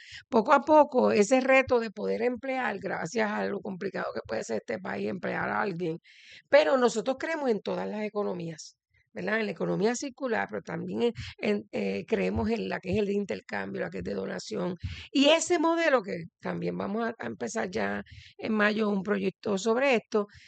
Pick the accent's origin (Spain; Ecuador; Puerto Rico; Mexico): Puerto Rico; Naguabo; soy líder comunitaria de Movimiento Nahuabo Somos Todos, que es nuestro pueblo de Nahuabo, ciudad que ves el sol al nacer.